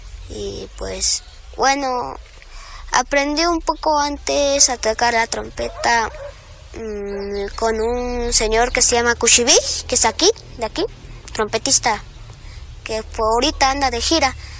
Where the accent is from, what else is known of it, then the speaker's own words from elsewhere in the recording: Santa María Tlahuitoltepec, Oaxaca, Mexico; Tengo 9 años, soy originaria de Santa María Tlahuitoltepec, de aquí de Oaxaca.